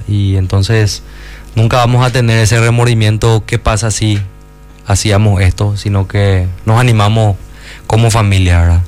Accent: Luque, Central, Paraguay; nosotros somos luqueños, ¿verdad? Incluso hasta a veces se pone en duda si somos paraguayos antes que luqueños

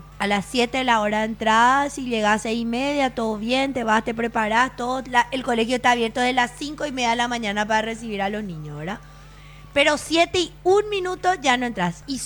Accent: Paraguay; lo que nos toca como paraguayos

